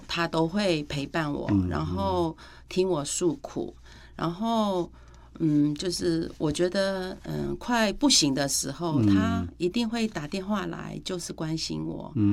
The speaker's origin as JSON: {"language": "Chinese", "country": "Myanmar", "said": "就是因为缅甸现在的状况不是很适合回去，所以我就说那等我们就是长再长大一点，然后呢那边都很就是可以回去的时候，我们一定会回去这样子。"}